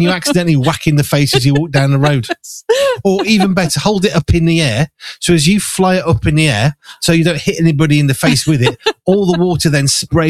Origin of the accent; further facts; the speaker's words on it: England, United Kingdom; So, well, I want people to know I'm British. I'm an Englishman. I don't want them to think I'm anybody else.